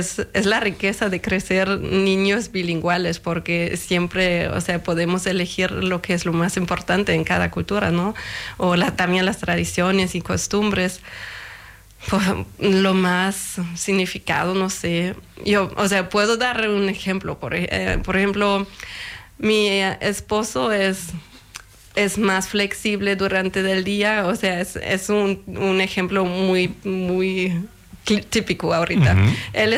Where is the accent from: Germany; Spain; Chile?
Germany